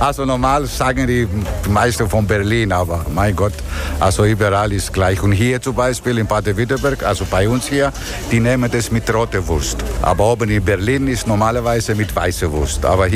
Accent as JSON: {"language": "German", "country": "Greece", "second_language": "German", "lives_now": "Spaichingen, Germany", "said": "Ich komme von Speichingen aus Griechenland."}